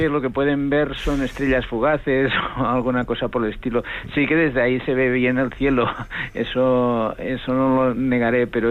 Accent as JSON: {"language": "Spanish", "town": "Manresa", "region": "Catalonia", "country": "Spain", "tie": "born or raised there", "said": "yo soy originario de Manresa, que está relativamente cerca de Montserrat"}